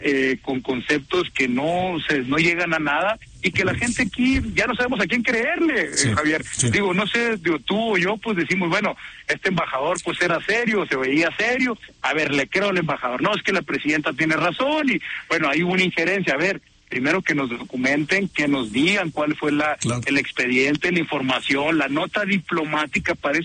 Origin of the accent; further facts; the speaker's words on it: Mexico; now in Aguascalientes, Mexico; nosotros como sociedad mexicana